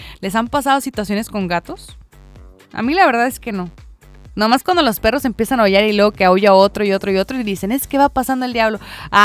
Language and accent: Spanish; Mexico; siendo mexicanos